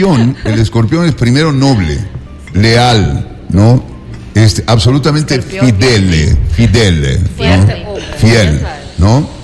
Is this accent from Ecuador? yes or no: yes; Quito, Pichincha, Ecuador; yo soy un caballero quiteño.